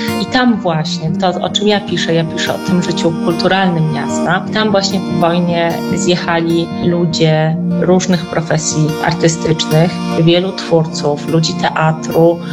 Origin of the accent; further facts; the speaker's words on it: Kraków, Lesser Poland, Poland; now in Warsaw, Poland; a jestem z pochodzenia krakowianką, a od wielu lat mieszkam w Warszawie